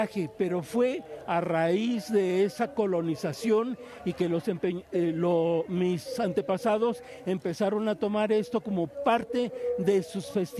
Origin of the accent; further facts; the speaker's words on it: Tepoztlán, Morelos, Mexico; yo soy originario de Tepoztlán, Morelos, y ese es el traje típico de mi pueblo, es el de los chinelos.